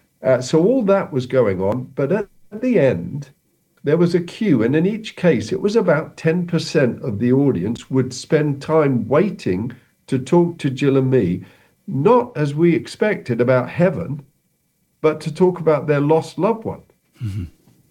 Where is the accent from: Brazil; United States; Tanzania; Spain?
Tanzania; also born or lived in Fareham, United Kingdom; I was born in Fareham in Hampshire. But then as a child, I grew up in what is now Tanzania, East Africa.